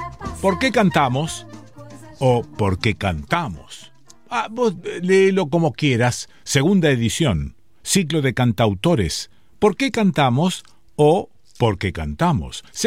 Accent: Pergamino, Buenos Aires Province, Argentina; Hola, buenas tardes … de Pergamino, provincia de Buenos Aires.

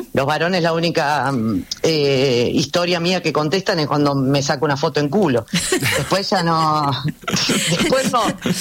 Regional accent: Buenos Aires Province, Argentina; me fui al conurbano bonaerense, donde soy yo

